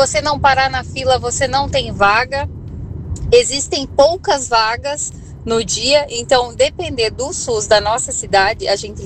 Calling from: Araquari, Santa Catarina, Brazil; eu falo aqui do Itinga

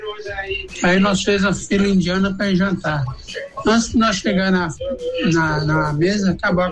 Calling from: Osasco, São Paulo, Brazil; Aqui em Osasco.

